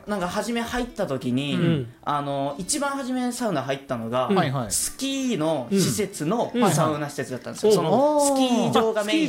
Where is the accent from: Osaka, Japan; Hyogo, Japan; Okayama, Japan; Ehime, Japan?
Okayama, Japan; moved away as an adult; now in Kagawa, Japan; ご出身は岡山です。